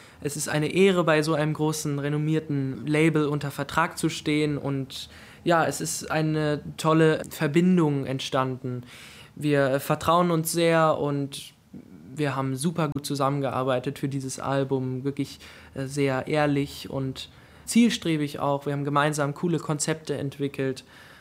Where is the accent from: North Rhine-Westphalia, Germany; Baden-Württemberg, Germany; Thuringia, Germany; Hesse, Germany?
Thuringia, Germany; Weimar; die Quelle ist Weimar. Also, das ist mein Ursprung, wo ich herkomme